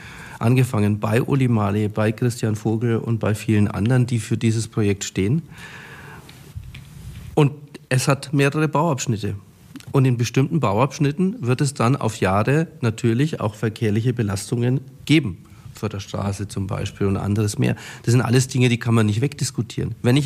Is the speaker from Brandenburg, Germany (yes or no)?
no; Nuremberg, Bavaria, Germany; Also ich komme ja aus Muggenhof, also direkt am Frankenschnellweg aufgewachsen